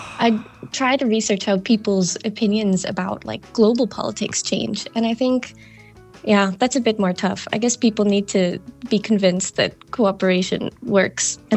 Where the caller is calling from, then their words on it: Denmark; I'm calling you today from Denmark, ooh, which is where I live.